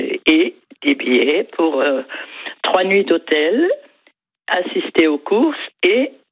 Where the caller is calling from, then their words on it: Grand Est, France; mais moi je viens d'Alsace